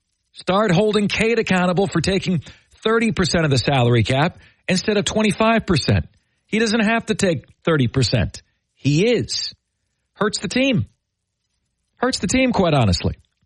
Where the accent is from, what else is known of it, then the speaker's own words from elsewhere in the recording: Houston, Texas, United States; I lived in Houston. I was growing up in Houston.